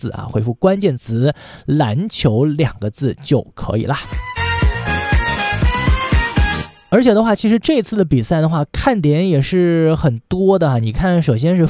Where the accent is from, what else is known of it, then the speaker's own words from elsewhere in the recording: Liaoning, China; now in Haikou, China; 就说到了我的家乡辽宁啊，其实辽宁很多人他的这个所谓的土话啊，就是一些所谓的方言当中，他会有着这个满语的成分。